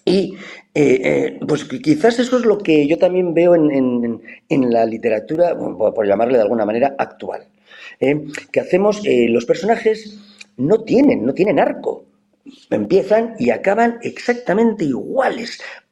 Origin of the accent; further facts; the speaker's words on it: Bilbao, Basque Country, Spain; Como buen bilbaíno del Atlético de Bilbao.